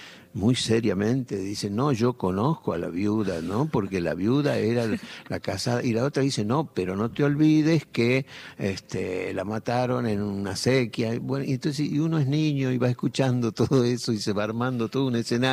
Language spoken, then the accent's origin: Spanish; Ledesma, Jujuy, Argentina; born or raised there